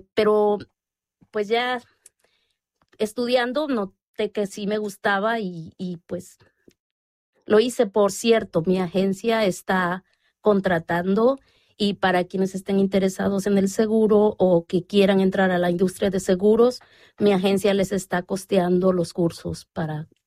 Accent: Mexico; moved away as an adult; now in Bloomington, United States; soy originaria y orgullosamente de México. Llevo en Bloomington más de 20 años.

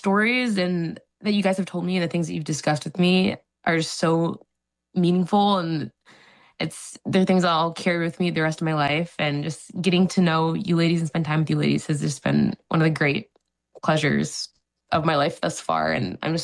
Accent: Bloomington, Indiana, United States; My mother's white, my dad is African, and I grew up in Bloomington, Indiana.

